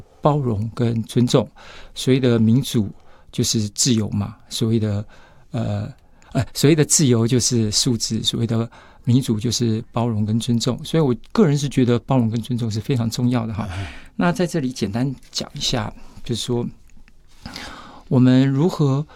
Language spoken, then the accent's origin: Chinese; Taiwan; 就像今天外国人来到台湾，我们台湾人很热情